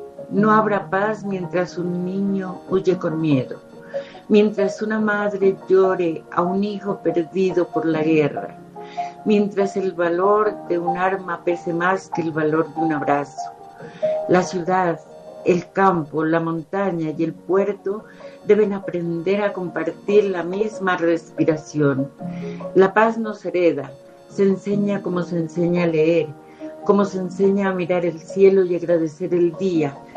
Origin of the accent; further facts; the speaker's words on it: Colombia; colombiana.